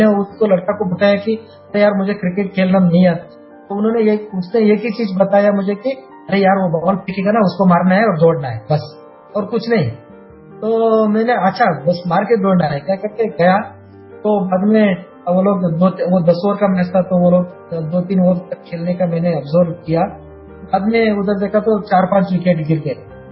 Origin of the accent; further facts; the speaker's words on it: Karnataka, India; तो शिमोगा टू बेंगलुरु हम लोग आए